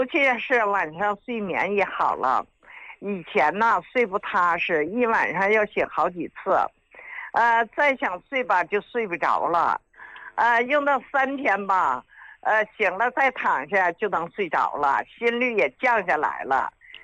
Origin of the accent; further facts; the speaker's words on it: Shenyang, Liaoning, China; 哎呀，李老师啊，我家是沈阳的。